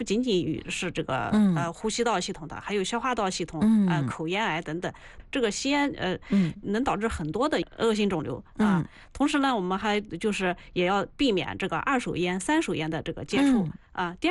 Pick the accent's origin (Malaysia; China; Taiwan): China; 我们中国人